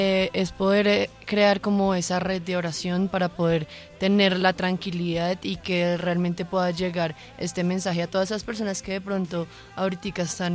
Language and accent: Spanish; Colombia; nosotros como colombianos